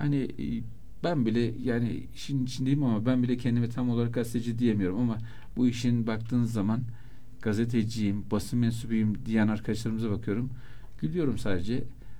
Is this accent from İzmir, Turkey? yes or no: no; Istanbul, Turkey; born there; also born or lived in Zara, Sivas; Ben 93'te 1971 İstanbul doğumluyum.